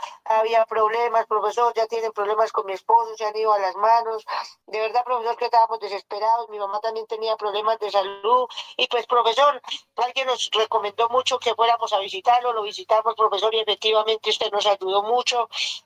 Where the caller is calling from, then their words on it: Pesca, Boyacá, Colombia; Estoy llamando acá desde Pesca Boyacá